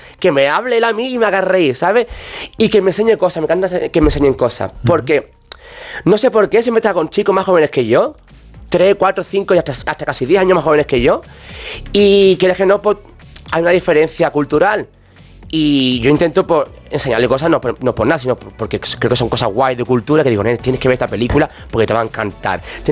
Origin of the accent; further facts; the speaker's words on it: Alcalá de los Gazules, Andalusia, Spain; pero yo vivía entonces aún en mi pueblo, en Alcalá de los Gazules.